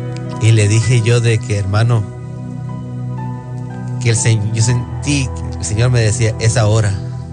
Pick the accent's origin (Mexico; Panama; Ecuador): Mexico; Yo soy de México